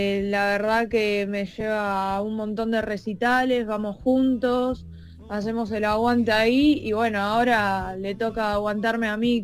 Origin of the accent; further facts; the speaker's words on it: Buenos Aires, Argentina; Sí, yo soy de Caballito, de Capital. Tengo 20 años